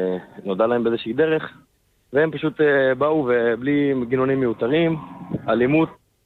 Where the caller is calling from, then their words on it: Beit Shemesh, Jerusalem District, Israel; אני מגיע מבית שמש.